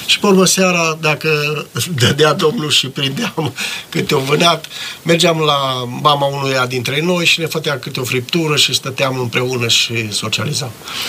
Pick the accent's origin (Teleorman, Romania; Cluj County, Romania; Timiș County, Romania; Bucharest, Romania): Cluj County, Romania; Jucu de Mijloc; Jucu de Mijloc, satul meu natal, care face parte din comuna Jucu, era preponderent cu legumicultură și alimenta tot Clujul.